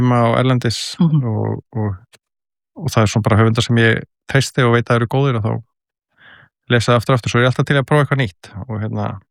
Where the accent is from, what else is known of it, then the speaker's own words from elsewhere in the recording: Kópavogur, Capital Region, Iceland; also born or lived in Reykjavík; Ég alinn upp í Kópavogi til 13 ára aldurs í Hjallakverfinu og ég fæddist svona í Reykjavík en ég man ekkert eftir því hérna fyrstu árunum en ég man bara eftir uppeldi í Kópavogi